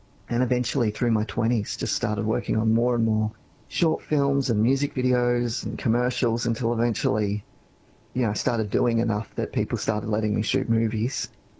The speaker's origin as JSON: {"language": "English", "town": "Cobram", "region": "Victoria", "country": "Australia", "tie": "born or raised there", "said": "Like, I grew up in Cobram wanting to be an illustrator and a writer"}